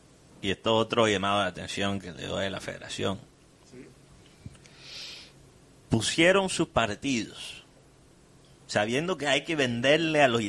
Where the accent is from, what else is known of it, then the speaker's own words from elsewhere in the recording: Caribbean Region, Colombia; uno como colombiano caribeño